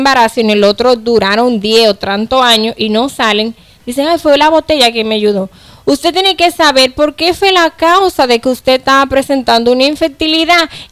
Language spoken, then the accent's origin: Spanish; Dominican Republic